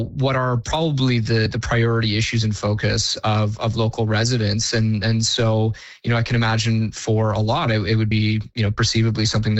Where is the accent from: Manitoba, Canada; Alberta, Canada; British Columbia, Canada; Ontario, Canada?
Ontario, Canada; Innisfil; I grew up in Innisfil, which is a, you know, pretty small town. It was even smaller when I was growing up there.